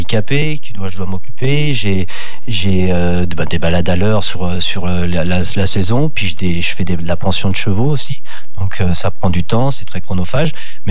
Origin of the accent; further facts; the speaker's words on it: Nouvelle-Aquitaine, France; moved away; je viens de Charente-Maritime, il y a très très longtemps, on va dire. Et je suis né dans un centre équestre.